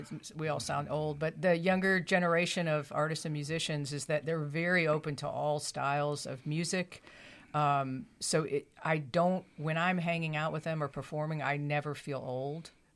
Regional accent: St. Louis, Missouri, United States; moved away; I'm originally from St. Louis.

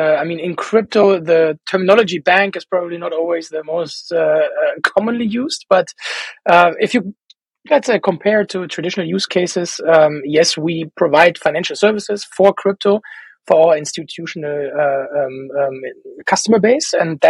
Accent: Germany; also born or lived in San Francisco; They would send me at least 2 years back to my home country to bring the American culture back to Germany.

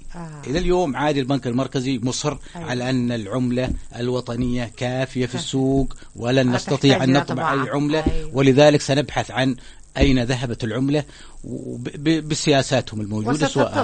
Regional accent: Yemen; نحن عندنا في اليمن

